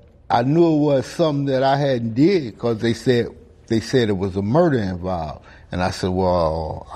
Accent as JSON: {"language": "English", "town": "Detroit", "region": "Michigan", "country": "United States", "tie": "born or raised there", "said": "I was born and raised in Detroit."}